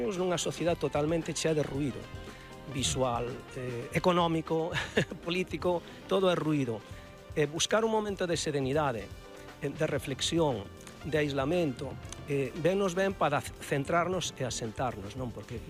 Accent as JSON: {"language": "Galician", "region": "Galicia", "country": "Spain", "said": "Eu considérome, eu vou decir como galego, que o galego somos moi prudentes e moi tal"}